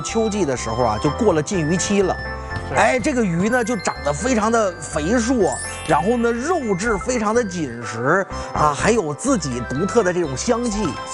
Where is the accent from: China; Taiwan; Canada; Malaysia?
China; Northeast China; 你用我们东北话形容怎么隔路呢？